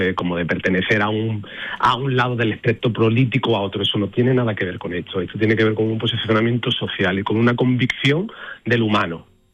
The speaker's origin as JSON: {"language": "Spanish", "town": "Seville", "region": "Andalusia", "country": "Spain", "said": "siempre llegamos con ilusión, por supuestísimo, de bailar en mi tierra y de bailarle a mi gente y a mi pueblo"}